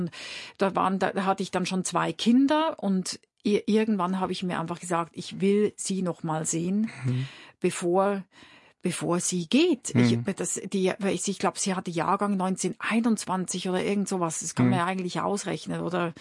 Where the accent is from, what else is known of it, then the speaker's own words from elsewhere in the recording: Winterthur, Zurich, Switzerland; weil sie war eine Weile lang in Winterthur, wo ich aufgewachsen bin, im Orchester und war dann später sogenannte Zuzügerin. Ich weiß nicht, wie man das in Deutschland sagt, irgendwie so Aushilfe.